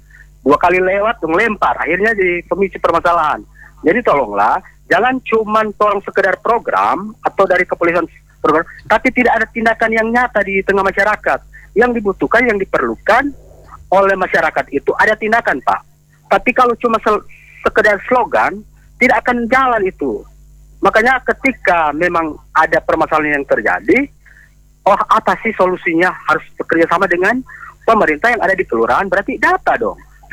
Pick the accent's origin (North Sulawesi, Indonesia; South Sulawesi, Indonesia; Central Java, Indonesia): North Sulawesi, Indonesia; saya juga orang Minahasa Selatan, tapi saya tahu informasi begini